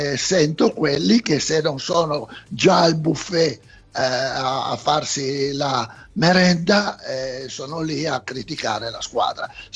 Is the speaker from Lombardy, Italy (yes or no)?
no; Turin, Piedmont, Italy; noi siamo di Torino, conosciamo bene questa zona